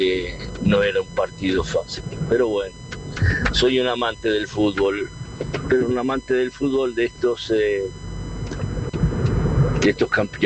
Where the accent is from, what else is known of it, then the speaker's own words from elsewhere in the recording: Argentina; now in Rignano Flaminio, Italy; Soy argentino pura sangre, pero vivo en Italia da mucho tiempo.